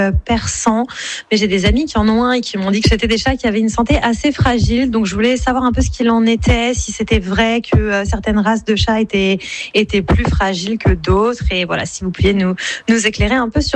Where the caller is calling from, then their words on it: Paris, Île-de-France, France; je vis à Paris